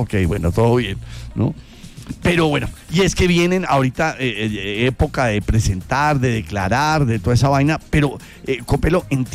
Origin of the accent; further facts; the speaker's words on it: Colombia; como nosotros somos buenos colombianos